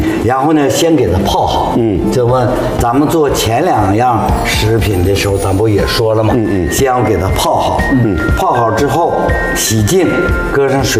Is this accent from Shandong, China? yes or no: no; Heilongjiang, China; 这个南瓜呢，在我们东北，在我们黑龙江叫倭瓜。